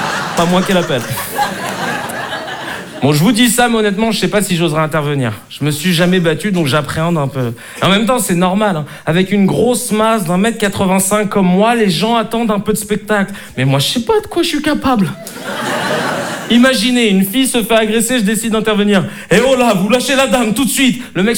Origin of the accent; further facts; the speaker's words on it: Paris, Île-de-France, France; now in Arcueil, France; Moi, je suis né en France, j'ai grandi à Paris et maintenant j'habite à Arcueil. Alors chez nous, c'est plutôt tranquille. Il n'y a qu'une seule cité